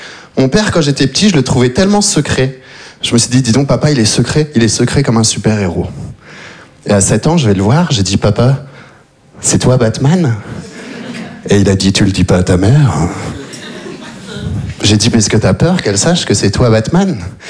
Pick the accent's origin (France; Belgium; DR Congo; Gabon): Belgium; voilà, c'est vrai que je viens de Belgique, je suis arrivé en Belgique quand j'avais 3 ans, j'ai vécu toute ma vie là-bas